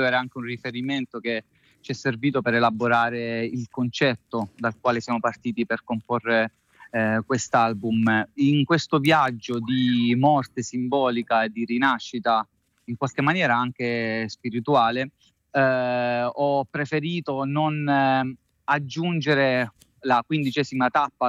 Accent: Cataforio, Calabria, Italy; moved away as an adult; also born or lived in Rome; now in Apulia, Italy; io sono nato e cresciuto a Cataforio, in Aspromonte, in provincia di Reggio Calabria. Fino a 23 anni sono stato lì, poi una, diciamo, parentesi a Roma per circa 10 anni, in questo momento invece vivo in Puglia, quindi un ritorno a sud però dall'altra parte

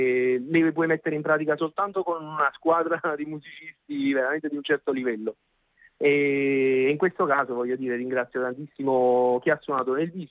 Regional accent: Naples, Campania, Italy; essendo napoletano o meno

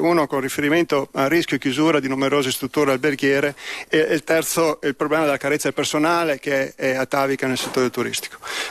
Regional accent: Veneto, Italy; io sono veneto, quindi conosco bene la situazione di Venezia

